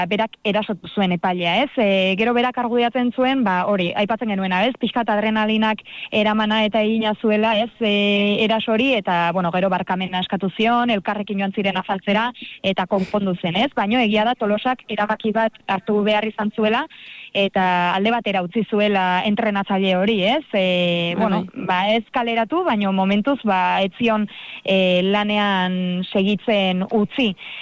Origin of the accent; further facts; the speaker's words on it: Lesaka, Navarre, Spain; baino nire herrian, Lesakan oroitzen naiz